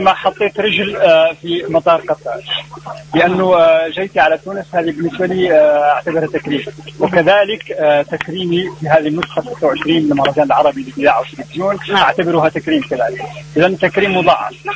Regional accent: Mauritania; أنا ممثل ومخرج من موريتانيا

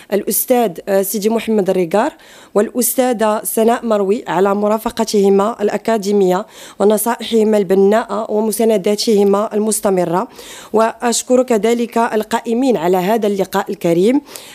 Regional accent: Marrakesh, Marrakesh-Safi, Morocco; وهي الأكلة المشهورة يعني عندنا في مراكش.

